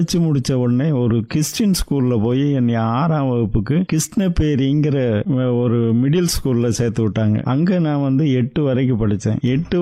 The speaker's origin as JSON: {"language": "Tamil", "town": "Saminatham", "region": "Tamil Nadu", "country": "India", "tie": "born or raised there", "said": "என்னோட சொந்த ஊர் வந்து விருதுநகர் மாவட்டம் சிவகாசி தாலுகாவில் உள்ள சாமிநத்தம்ங்கிற ஒரு கிராமம். அதுல நாங்க விவசாய குடும்பங்கள்."}